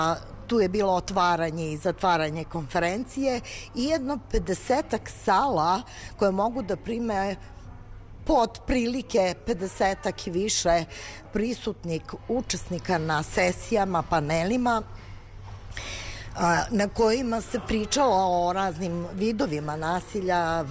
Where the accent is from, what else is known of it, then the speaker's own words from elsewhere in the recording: Serbia; ja sam bila jedina iz Srbije, predstavljala sam Srbiju